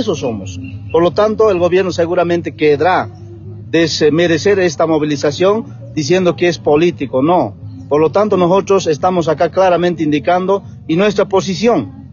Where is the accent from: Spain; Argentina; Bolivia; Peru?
Bolivia; las grandes mayorías que nosotros somos los bolivianos y bolivianas.